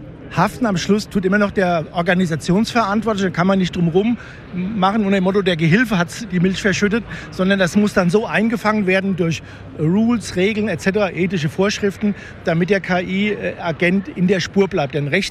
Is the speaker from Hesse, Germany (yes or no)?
yes; Rüsselsheim, Hesse, Germany; ich komme ja aus Rüsselsheim